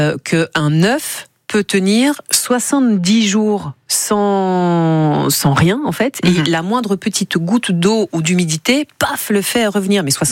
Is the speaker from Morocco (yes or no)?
no; France; Ouais, et déjà chez nous en Béarn-Bigorre depuis quelques semaines, c'est quand même très particulier.